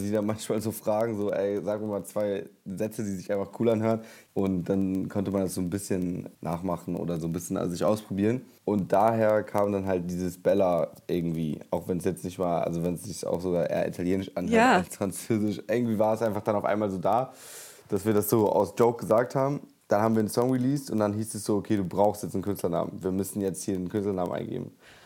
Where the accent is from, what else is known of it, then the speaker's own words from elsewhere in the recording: North Rhine-Westphalia, Germany; ich bin aus dem Ruhrgebiet in NRW.